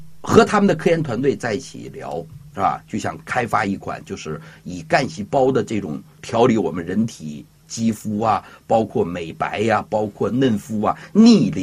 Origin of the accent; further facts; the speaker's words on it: Northeast China, China; 因为我是东北人嘛，我们东北有一个字儿就形容这个女孩子